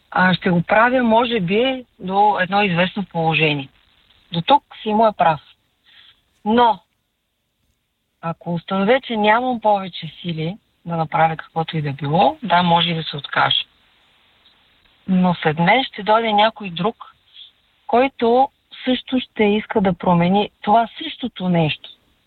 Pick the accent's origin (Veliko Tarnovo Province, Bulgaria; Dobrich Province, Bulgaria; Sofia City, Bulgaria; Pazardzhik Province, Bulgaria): Sofia City, Bulgaria; Sofia; от София съм пак.